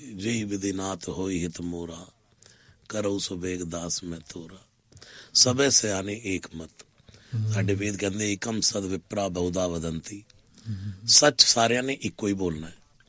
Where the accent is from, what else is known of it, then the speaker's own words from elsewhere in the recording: Delhi, India; born there; ਇਹ ਦਿੱਲੀ ਦੀ ਗੱਲ ਹੋ ਰਹੀ ਹੈ। ਦੋ ਮੰਦਰ ਬਣਵਾਏ ਜਿੱਥੇ ਮੇਰਾ ਜਨਮ ਹੋਇਆ ਸੀ